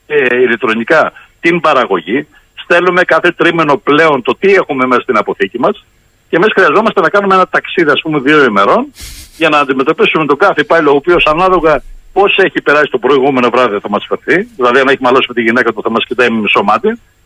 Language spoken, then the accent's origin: Greek; Thessaly, Greece; Εγώ ζω σε μια περιφέρεια, η οποία είναι στερά Ελλάδα, αλλά το χωριό μου γεωγραφικά είναι μέσα στη Θεσσαλία.